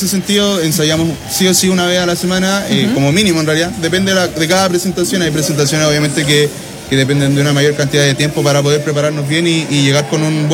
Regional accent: Coquimbo, Chile; somos de acá.

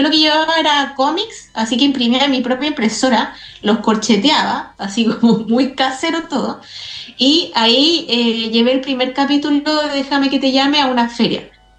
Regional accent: Iquique, Tarapacá, Chile; moved away as an adult; also born or lived in Santiago; que yo soy de Iquique, pero viajé a Santiago a estudiar

